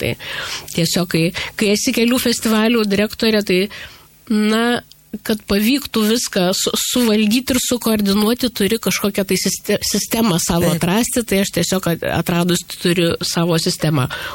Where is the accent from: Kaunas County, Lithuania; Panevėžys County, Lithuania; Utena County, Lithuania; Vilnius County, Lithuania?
Utena County, Lithuania; Zarasai; now in Utena, Lithuania; 50% manęs yra Utenoj, 50 Zarasuose, nes tai yra mano tėviškė.